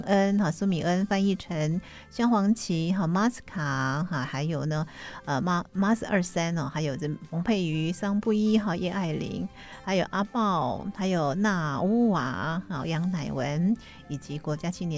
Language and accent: Chinese; Taitung County, Taiwan; 这都是我们台东人的福气